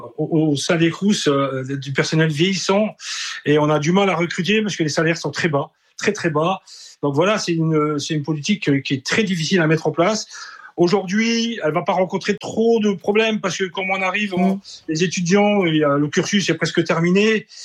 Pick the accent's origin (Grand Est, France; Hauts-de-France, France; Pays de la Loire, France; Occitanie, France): Grand Est, France; parce que moi, je suis de la Lorraine.